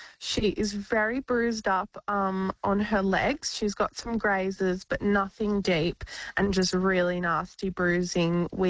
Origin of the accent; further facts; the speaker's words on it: Victoria, Australia; We're from Victoria.